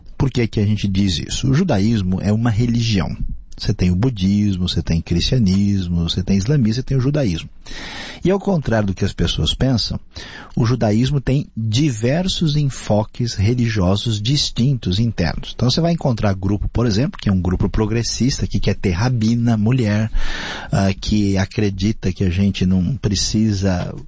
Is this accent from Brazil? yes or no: yes; Brazil; nós brasileiros